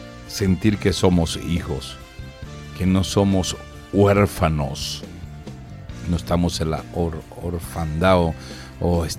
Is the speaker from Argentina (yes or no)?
no; Venezuela; presento a mi tierra, a mi nación Venezuela.